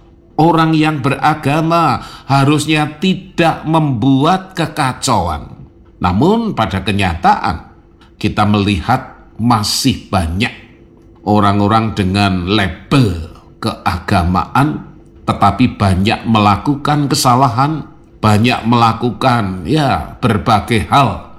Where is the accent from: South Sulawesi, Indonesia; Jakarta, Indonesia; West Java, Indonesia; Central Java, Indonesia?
Central Java, Indonesia; Surakarta; karena saya orang Solo